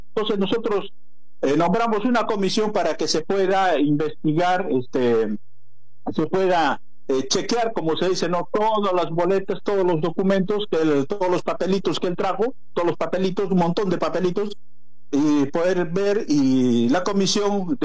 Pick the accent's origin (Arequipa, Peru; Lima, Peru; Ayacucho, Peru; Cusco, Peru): Arequipa, Peru; Islay Province; mi provincia de Islay, de mi pueblo, la provincia de Islay.